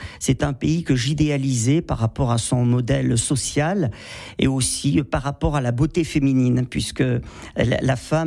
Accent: Millau, Occitanie, France; also born or lived in Saint-Paul-Trois-Châteaux, France / Montélimar, France; Oui, je suis né à Saint-Paul-Trois-Châteaux, j'ai vécu 8 ans à Montélimar, et après on est allé à Millau, dans l'Aveyron.

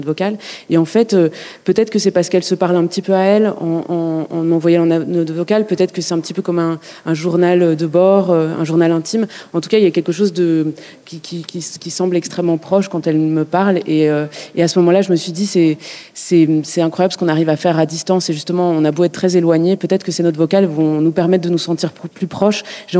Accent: Brussels, Brussels-Capital Region, Belgium; je viens de pas très loin, je viens de Bruxelles, donc c'est 1h15 de train

